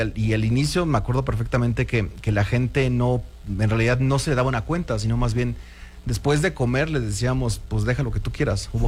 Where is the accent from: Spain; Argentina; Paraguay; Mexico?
Mexico; desde una perspectiva de derecho, como mexicanos, quisimos justamente compartir nixtamal, masa y tortillas